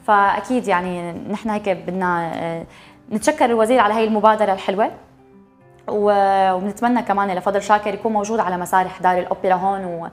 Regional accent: Syria

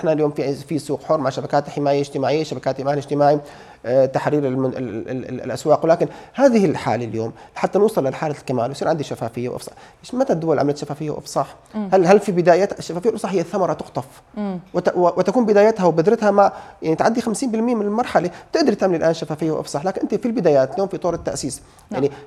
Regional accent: Syria; لو بدنا تمويل كسوريين

